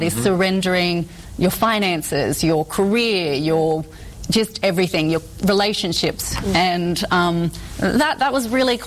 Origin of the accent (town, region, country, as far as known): Australia; born or raised there; moved away as an adult; now in United States